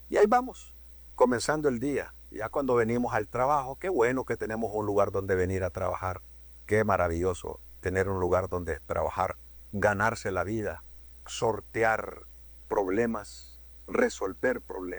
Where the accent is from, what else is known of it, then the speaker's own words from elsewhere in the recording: Choluteca, Honduras; born there; now in Tegucigalpa, Honduras; mi pueblo de Cholutec. Yo soy de Cholutec.